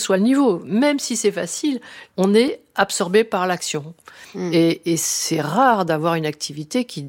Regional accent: Fontainebleau, Île-de-France, France; Je me souviens, quand j'étais gamine à Fontainebleau, je pense que c'est ça qui me plaisait

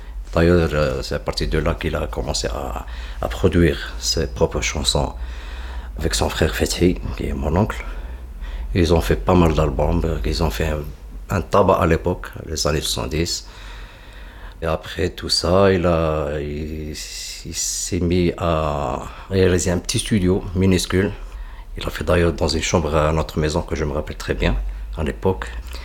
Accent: Tlemcen, Tlemcen Province, Algeria; bien sûr. Voilà. Marhaba bik. Là, actuellement, on est à Tlemcen, ma ville natale, celle de mon père et des grands-pères. Tlemcen, voilà, c'est en fait la frontière du Maroc.

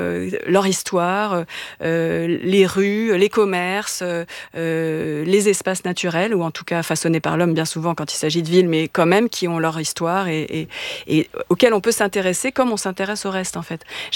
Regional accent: Paris, Île-de-France, France; je suis chorégraphe, je suis parisienne, j'accumule un peu les... les défauts.

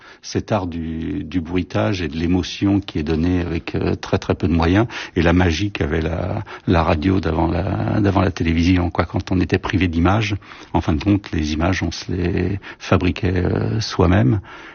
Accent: Saint-Denis, Île-de-France, France; born or raised there; also born or lived in Aubervilliers

